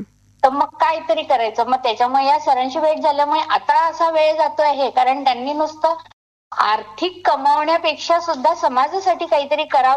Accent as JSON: {"language": "Marathi", "town": "Akola", "region": "Maharashtra", "country": "India", "tie": "born or raised there", "also_born_or_lived": "Mumbai", "said": "मी मूळची अकोल्याचीच आहे, माझं माहेर सासर सगळं अकोल्याचंच आहे. मी मध्यंतरी काही कालावधी मुंबईला होती, त्यानंतर परत अकोल्याला आलेली आहे."}